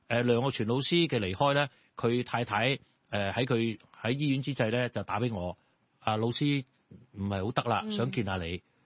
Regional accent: Kowloon, Hong Kong; born there; 我喺九龙塘牛津道嘅培圣中学度读，系绝对唔系一间名校嚟嘅。

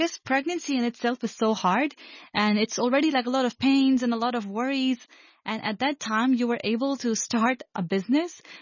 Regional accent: Hong Kong; I'm a Pakistani registered nurse born and brought up in Hong Kong.

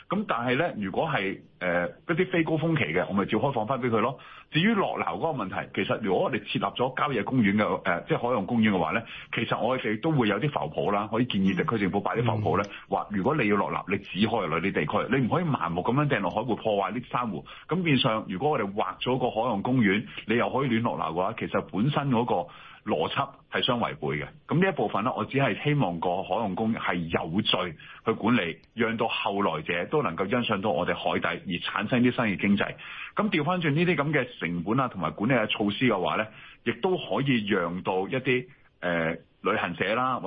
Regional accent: Hong Kong; 系咪我哋香港人其实我哋自己会規劃自己行程嘅

